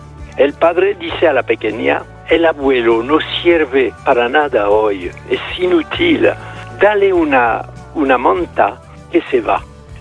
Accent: France; Spanish is a second language; yo soy francés, pero mi padre era español.

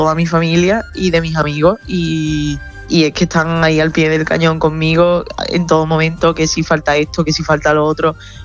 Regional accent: Palos de la Frontera, Andalusia, Spain; born there

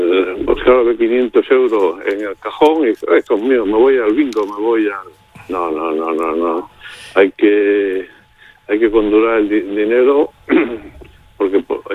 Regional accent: Malpartida, Extremadura, Spain; Y bueno, dicen también en mi pueblo, en Malpartida, no es mi caso, pero dicen en mi pueblo en Malpartida que aquel que decía que cuanto más doy, más tengo.

